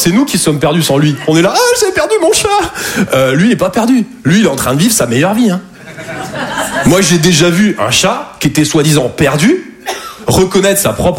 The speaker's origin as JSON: {"language": "French", "town": "Toulouse", "region": "Occitanie", "country": "France", "said": "je viens de Toulouse à la base."}